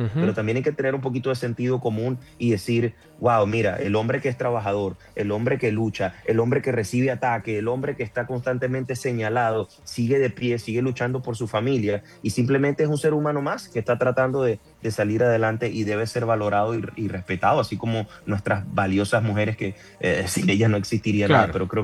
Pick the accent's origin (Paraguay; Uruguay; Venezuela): Venezuela; yo soy venezolano